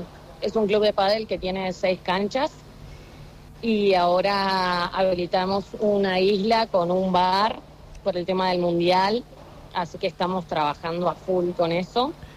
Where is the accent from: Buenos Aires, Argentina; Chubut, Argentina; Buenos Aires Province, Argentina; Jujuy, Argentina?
Chubut, Argentina; Trelew; born or raised there; moved away as an adult; now in Cali, Colombia